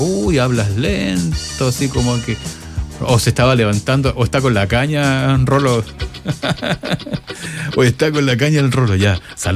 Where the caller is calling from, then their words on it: Viña del Mar, Valparaíso, Chile; de Viña del Mar.